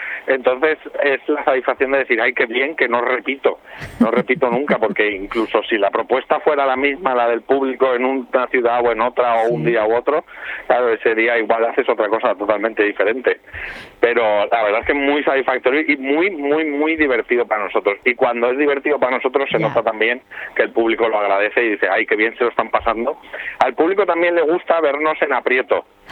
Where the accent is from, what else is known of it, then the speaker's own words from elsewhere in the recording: Valencia, Valencian Community, Spain; Yo soy de Valencia